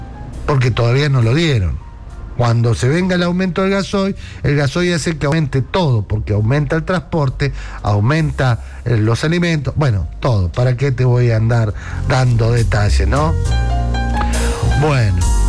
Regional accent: Argentina; nosotros somos argentinos

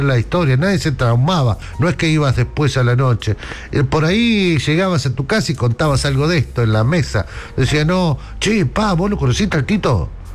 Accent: Berisso, Buenos Aires Province, Argentina; nos criamos acá en Berisso.

